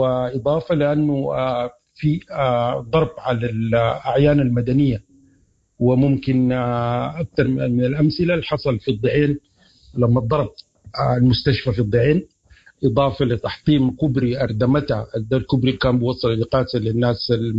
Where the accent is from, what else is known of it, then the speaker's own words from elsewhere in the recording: Sudan; من حقنا كسودانيين أنه نفتخر ونحن رافعين رأسنا فوق